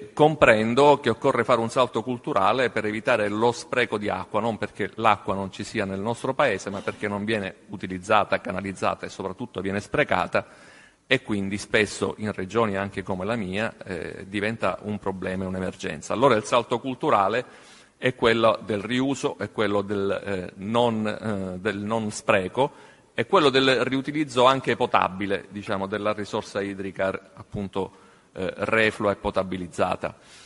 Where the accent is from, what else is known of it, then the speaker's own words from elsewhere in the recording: Palermo, Sicily, Italy; i palermitani, vedo anche il senatore Antonio Battaglia, siamo sicani, quindi fenici